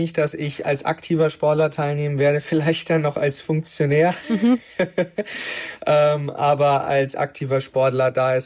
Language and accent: German; Erlangen, Bavaria, Germany; Wenn ich sage, ich komme aus Erlangen, können die Leute damit nicht so richtig was anfangen.